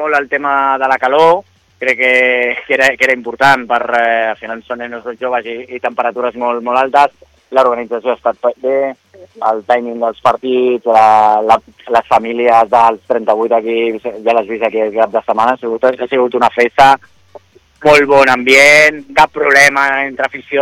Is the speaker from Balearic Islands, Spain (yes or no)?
no; Castelldefels, Catalonia, Spain; volíem fer alguna cosa pel poble, no? Som d'aquí de tota la vida.